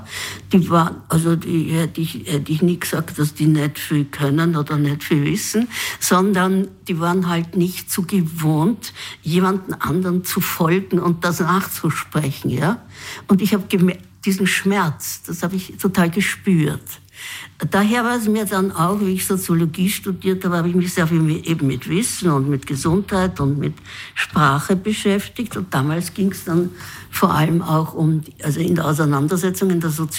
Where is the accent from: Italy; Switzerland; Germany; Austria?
Austria; Vienna; als meine Eltern in Wien sozusagen die Sesshaftigkeit versucht haben, sind wir vom 4. Bezirk in den 17. Bezirk gekommen.